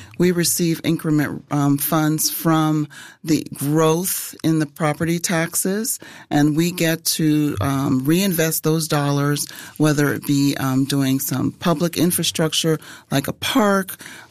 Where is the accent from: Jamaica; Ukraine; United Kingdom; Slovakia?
Jamaica; moved away as an adult; also born or lived in New York; now in Fort Myers, United States; Okay, so I've been at Fort Myers for about 36 years. I came here via New York. I'm originally from Jamaica. And when I moved here with my three children in 1990, we loved it.